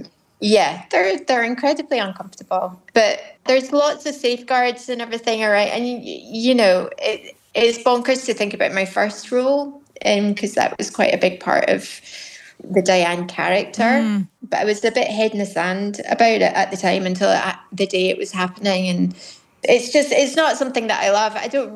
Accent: Scotland, United Kingdom; But, you know, I'm not playing English, I'm Scottish

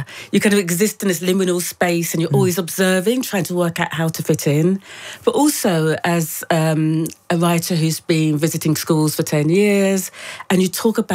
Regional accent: Brighton, South East England, United Kingdom; born there; accent: English

